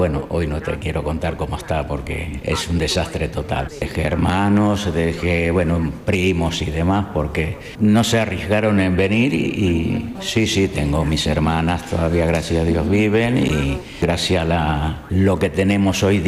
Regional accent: Argentina; accent: Argentine; moved away as an adult; now in Spain; Yo soy procedente de Argentina, pero llevo 45 años viviendo aquí en España

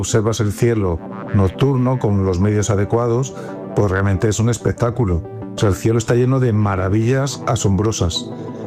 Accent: Guadalajara province, Castilla-La Mancha, Spain

